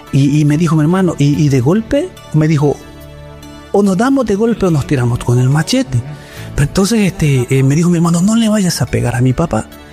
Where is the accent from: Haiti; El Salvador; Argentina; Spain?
El Salvador; born there; Yo nací en El Salvador, en una familia muy, muy fuerte, vamos a decir.